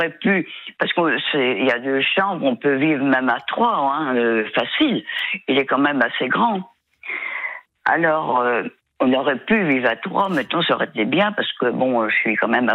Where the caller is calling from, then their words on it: Pays de la Loire, France; Moi, je suis en Loire-Atlantique.